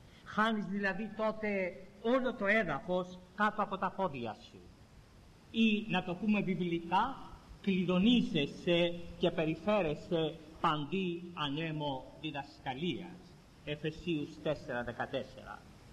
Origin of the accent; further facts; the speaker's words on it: Corfu, Ionian Islands, Greece; στο νησί μου την Κέρκυρα